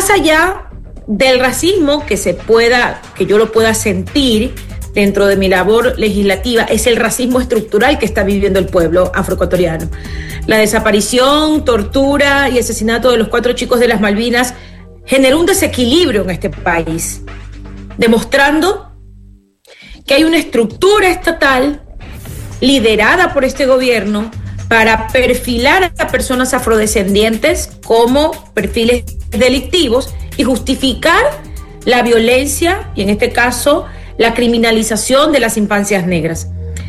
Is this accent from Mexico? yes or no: no; Esmeraldas, Ecuador; Soy la única mujer negra en la Asamblea. Estamos Roberto Cuero, que es de Guayas, y yo que soy de Esmeraldas.